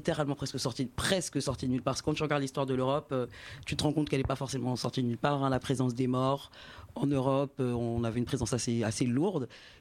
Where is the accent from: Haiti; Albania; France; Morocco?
Haiti; je suis haïtienne